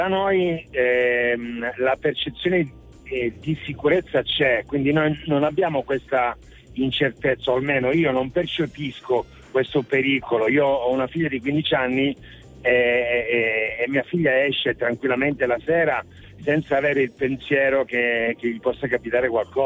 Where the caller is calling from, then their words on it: Cosenza, Calabria, Italy; Da Cosenza.